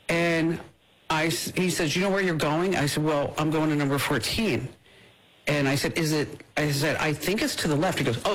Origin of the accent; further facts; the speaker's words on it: New Jersey, United States; listen, I'm from New Jersey. I can handle this.